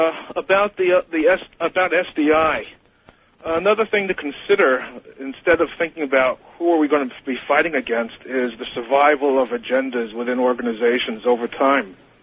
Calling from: Hong Kong; Calling from Hong Kong.

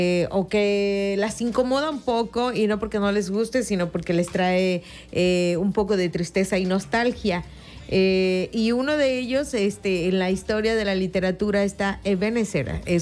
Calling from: Fidel Velázquez, Mexico; la escucho desde mi pueblo, de Fidel Velázquez.

